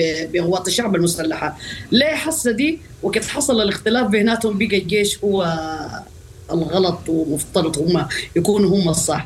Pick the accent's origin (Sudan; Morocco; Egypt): Sudan; أنا كسودانية يعني بعرف مقومتا وانا صغيرة.